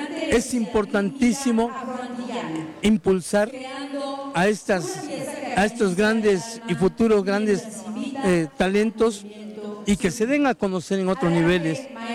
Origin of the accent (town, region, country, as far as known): Oaxaca, Mexico